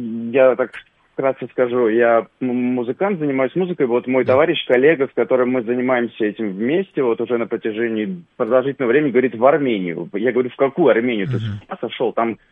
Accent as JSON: {"language": "Russian", "country": "Russia", "tie": "born there"}